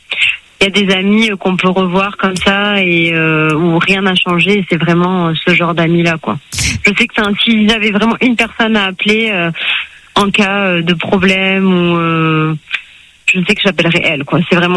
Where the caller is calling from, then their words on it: Réunion; on réside, du coup, sur l'île de la Réunion. Là, on fait des saisons dans le sud de la France